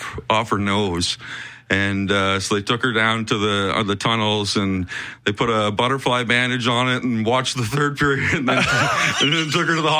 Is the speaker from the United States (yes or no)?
no; Stratford, Ontario, Canada; also born or lived in Orangeville; I was born in Orangeville, Ontario. It's a fairly small city close to Toronto.